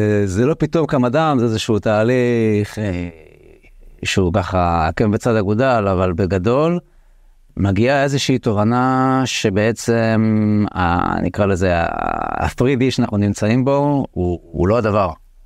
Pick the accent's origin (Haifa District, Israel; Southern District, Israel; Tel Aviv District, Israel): Haifa District, Israel; Hadera; גדלתי בחדרה.